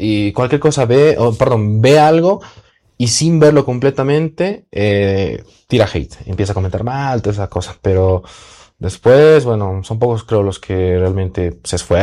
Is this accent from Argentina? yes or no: no; Bolivia